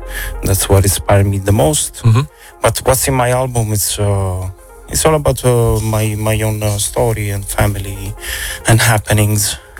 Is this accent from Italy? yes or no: yes; Italy; going back to my roots as an Italian growing up in Italy in the 90s, you know, 87.